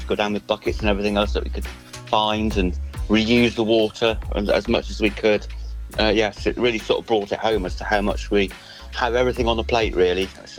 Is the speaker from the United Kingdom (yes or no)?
yes; South West England, United Kingdom; now in North Wales, United Kingdom; Actually, born and raised in Cornwall